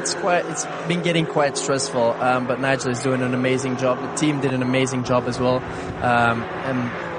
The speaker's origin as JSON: {"language": "English", "country": "Belgium", "said": "It's my home country. It's my home race."}